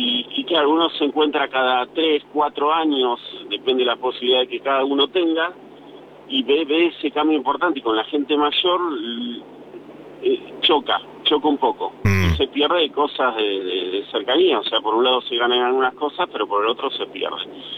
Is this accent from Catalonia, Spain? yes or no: yes; Barcelona, Catalonia, Spain; De Barcelona, vivo en Barcelona.